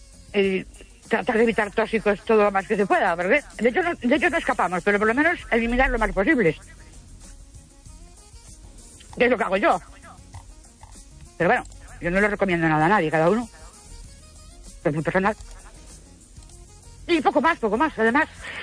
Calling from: Ourense, Galicia, Spain; de Urense.

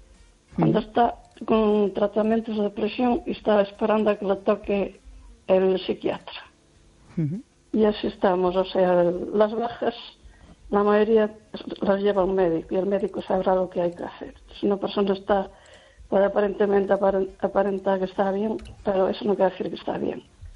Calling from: Lugo, Galicia, Spain; Buenas noches

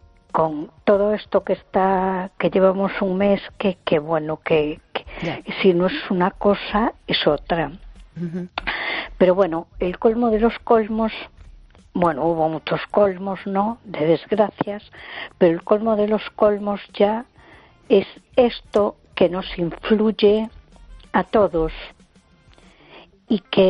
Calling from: A Coruña, Galicia, Spain; de Coruña.

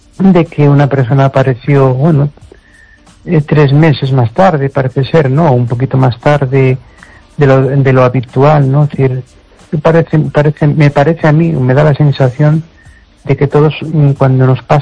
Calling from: Amoeiro, Galicia, Spain; de Amoeiro.

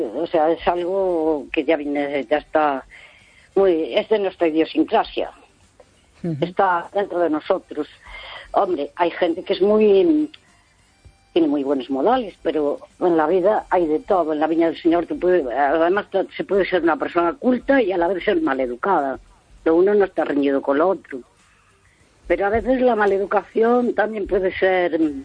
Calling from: Santiago de Compostela, Galicia, Spain; de Santiago.

